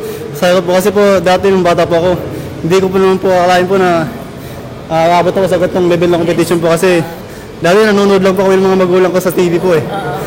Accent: Eastern Visayas, Philippines; Taga Leyte po.

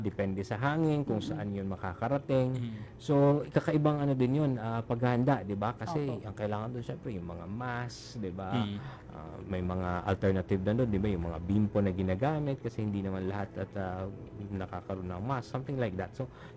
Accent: Masbate, Bicol Region, Philippines; Pareho pala tayong Bicolano. Ay, so, I'm from Masbate.

